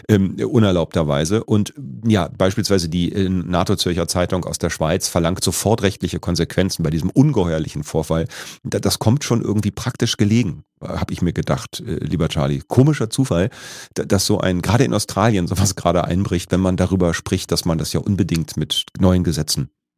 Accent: Berlin, Germany; ich komme aus dem Nachbarbezirk Zehlendorf, jetzt ist das ja eingemeindet worden, ist jetzt Steglitz-Zehlendorf gehören zusammen

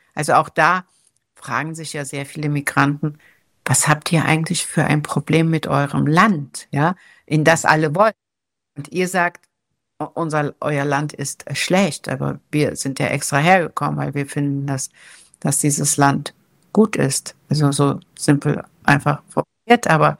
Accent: Germany; Also ich bin hier nun in Deutschland groß geworden

